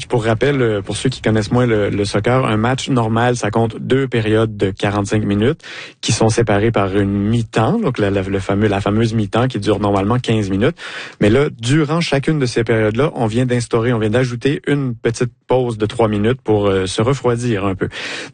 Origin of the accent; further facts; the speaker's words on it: Quebec, Canada; je suis gaspésien